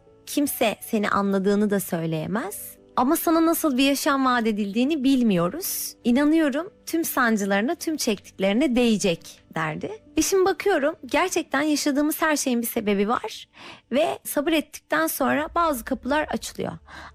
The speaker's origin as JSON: {"language": "Turkish", "region": "Eskişehir", "country": "Turkey", "tie": "born there", "said": "Eskişehir doğumluyum."}